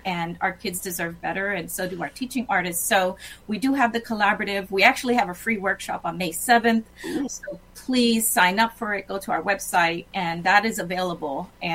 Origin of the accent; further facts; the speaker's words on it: Boston, Massachusetts, United States; I grew up on San Juan Street in the heart of Boston proper in Back Bay.